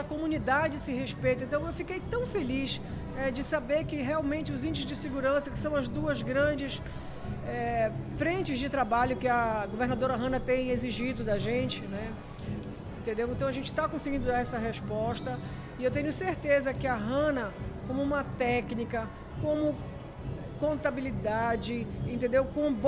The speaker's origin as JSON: {"language": "Portuguese", "region": "Pará", "country": "Brazil", "said": "Eu, como paraense, sou extremamente orgulhosa"}